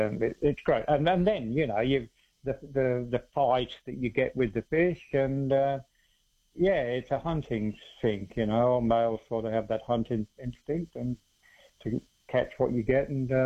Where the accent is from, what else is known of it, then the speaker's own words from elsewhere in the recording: New South Wales, Australia; So yeah, we grew up in the Illawarra, and I done all my fishing there.